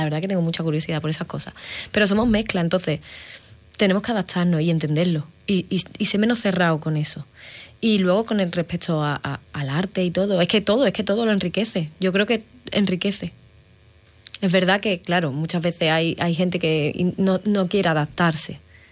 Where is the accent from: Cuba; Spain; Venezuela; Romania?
Spain; Rubí, Catalonia; porque somos de Rubí